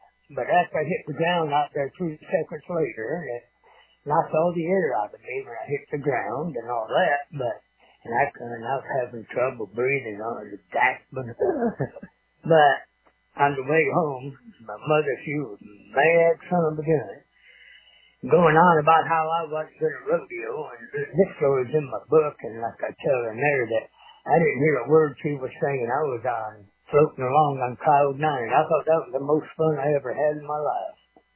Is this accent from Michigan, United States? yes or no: yes; Owosso, Michigan, United States; born or raised there